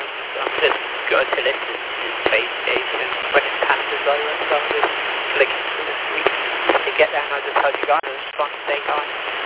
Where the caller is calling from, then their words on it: Stourbridge, West Midlands, United Kingdom; Yeah, I'm from Southbridge